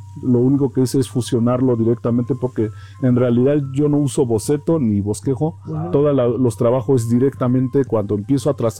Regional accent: Oaxaca, Mexico; first language Mazatec; Spanish is a second language; un saludo en mi lengua materna, que es la lengua mazateca del estado de Oaxaca, principalmente en la Sierra Mazateca.

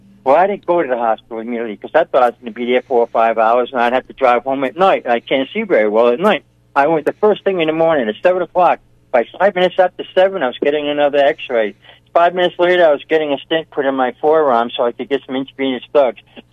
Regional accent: Brooklyn, New York, United States; I grew up in East Brooklyn, Quebec Square.

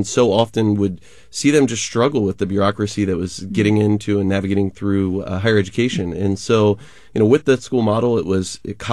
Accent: East Coast, United States; I'm originally from the East Coast, and Natomas Charter School is just a really, really special place.

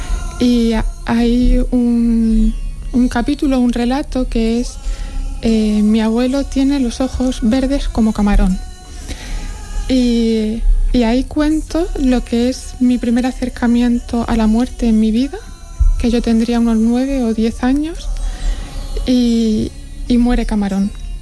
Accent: Orihuela, Valencian Community, Spain; now in Seville, Spain; yo soy de Orihuela, pero vivía en Los Arrabales, que era la huerta de la Vega Baja, que enlazaba la huerta alicantina con la huerta murciana. Una zona montañosa de bancales por cultivar

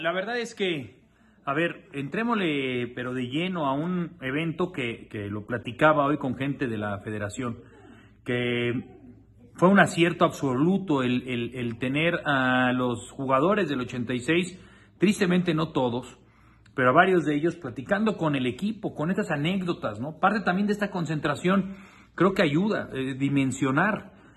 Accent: Mexico; Somos mexicanos.

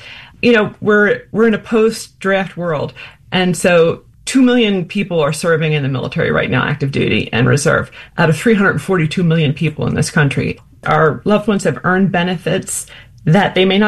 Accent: New Jersey, United States; I'm from New Jersey, so Memorial Day used to be going down the shore.

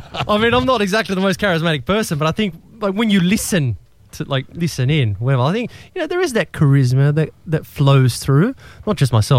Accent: Australia; born there; I am an Australian, but my blood is Croatian.

